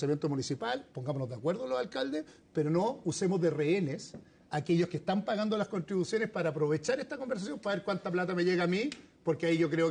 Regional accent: Las Condes, Santiago Metropolitan Region, Chile; Yo me crié en Las Condes, en la Colón 9000.

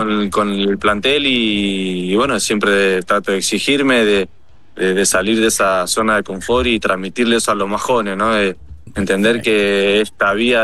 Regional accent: Mendoza, Argentina; Yo soy mendocino

